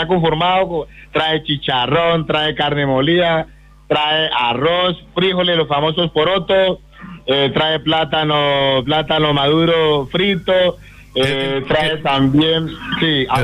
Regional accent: Buenaventura, Valle del Cauca, Colombia; moved away as an adult; now in Chile; Yo soy de Buenaventura, el primer puerto sobre el nivel del mar, cerca de Cali. Es un puerto.

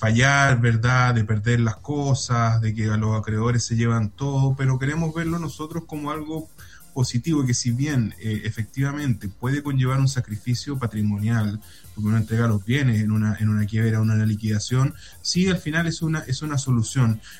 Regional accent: Viña del Mar, Valparaíso, Chile; also born or lived in Villa Alemana; nosotros somos de Viña. Sí, sí. Bueno, yo especialmente tengo mi corazón dividido entre Villa Alemana y Viña del Mar. Estudié en Valparaíso, estudié en la Universidad Católica de Valparaíso

